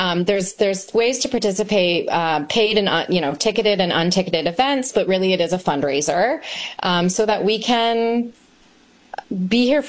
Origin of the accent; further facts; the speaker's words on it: Fort Erie, Ontario, Canada; and I'm from Ridgeway, Fort Erie, so to me, bringing the Willow home to my hometown feels like always was my plan.